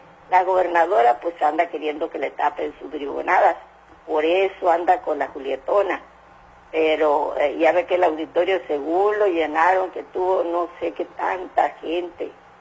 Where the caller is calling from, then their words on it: Mexicali, Baja California, Mexico; tengo mucho pendiente de aquí de Baja California, porque aquí yo vivo en Mexicali